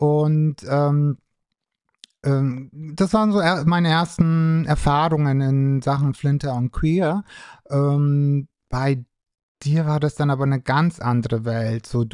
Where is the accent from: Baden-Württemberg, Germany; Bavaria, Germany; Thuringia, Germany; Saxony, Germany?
Bavaria, Germany; Rothenburg ob der Tauber; Ich bin aus Franken. Und erstmal war das schon mal so dieses, oh mein Gott. Und wir sind beide fränkisch. Sache war die so, weil ich komme aus der Kleinstadt Rodenburg